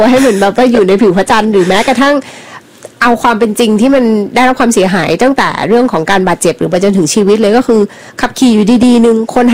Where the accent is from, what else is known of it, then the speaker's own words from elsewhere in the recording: Bangkok, Thailand; ในฐานะคนกรุงเทพ